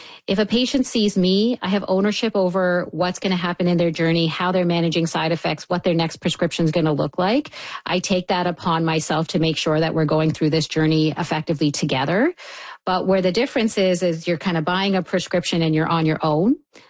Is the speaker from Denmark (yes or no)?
no; Canada; I think as a Canadian population, we would be so much better off kind of going that route.